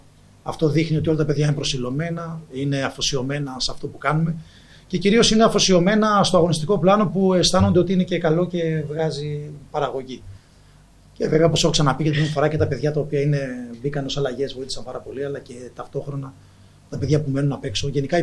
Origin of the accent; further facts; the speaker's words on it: Northern Greece, Greece; now in Komotini, Greece; αν και εγώ είμαι από τη Βόρεια Ελλάδα